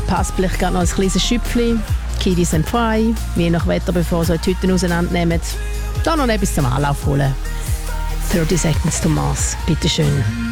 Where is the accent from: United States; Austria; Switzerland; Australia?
Switzerland; Basel, Basel-Stadt; Also Basel ist meine Heimat. Ich sehe mich auch als muslimische Schweizerin vierte Generation. Ich fühle mich wohl in der Schweiz